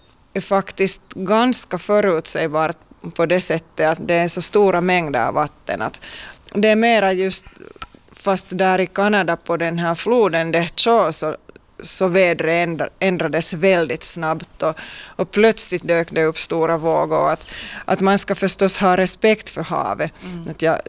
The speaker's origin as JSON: {"language": "Swedish", "town": "Lahti", "region": "Päijät-Häme", "country": "Finland", "tie": "born or raised there", "said": "jag är ursprungligen hemma från Lahti, så där finns ju den här stora Vesijärvi"}